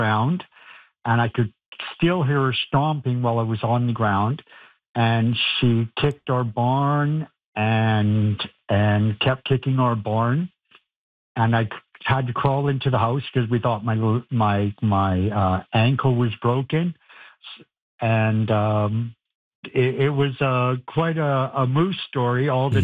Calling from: Vancouver, British Columbia, Canada; I'm from Vancouver.

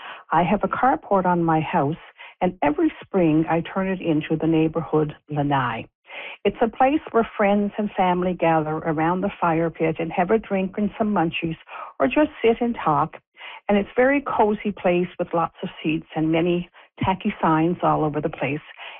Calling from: New Glasgow, Nova Scotia, Canada; I'm calling from New Glasgow, Nova Scotia.

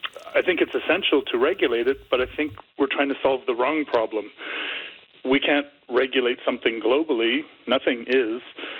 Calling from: Ottawa, Ontario, Canada; I'm calling from Ottawa.

